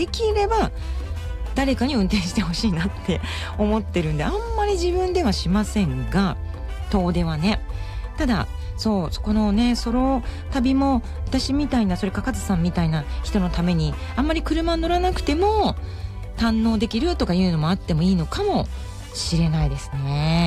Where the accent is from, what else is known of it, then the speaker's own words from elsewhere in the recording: Tokachi, Hokkaido, Japan; also born or lived in Sapporo, Hokkaido / Shihoro, Hokkaido; 十勝で生まれ、十勝と札幌で育った私、